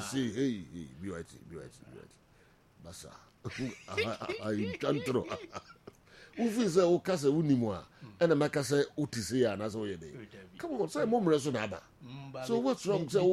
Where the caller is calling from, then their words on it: Accra, Greater Accra, Ghana; from Old Botswana, Accra.